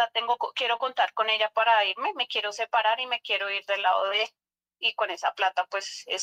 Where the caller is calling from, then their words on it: Granada, Cundinamarca, Colombia; lo estoy llamando desde Granada, Cundinamarca